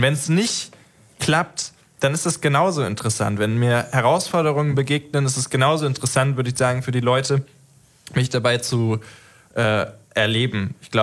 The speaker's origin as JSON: {"language": "German", "town": "Idstein", "region": "Hesse", "country": "Germany", "tie": "born or raised there", "said": "ich komme aus Idstein. Rheingau ist, wie gesagt, das Internat. Ne? Ich bin gebürtig und geboren und mit Seele Idsteiner."}